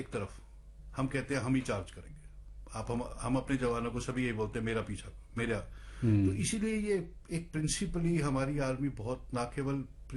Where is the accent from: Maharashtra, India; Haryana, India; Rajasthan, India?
Haryana, India; Rohtak; मैं रोहतक का रहने वाला हूँ